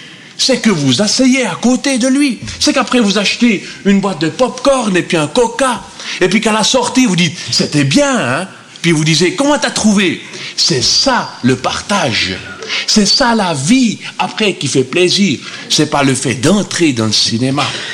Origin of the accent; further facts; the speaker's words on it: Cortaillod, Neuchâtel, Switzerland; J'ai été élevé en Suisse romande, à Cortaillot, près de Neuchâtel. Mon père vient d'Allemagne, il est depuis 50 ans en Suisse. Ma mère vient de Suisse allemande, j'ai donc été élevé bilingue.